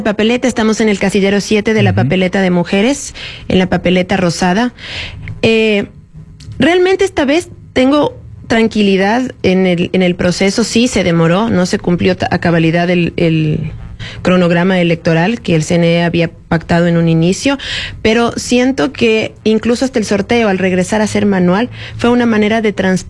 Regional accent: Ecuador; nosotros los ecuatorianos

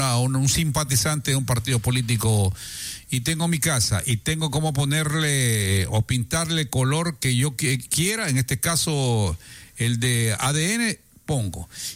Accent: Ecuador

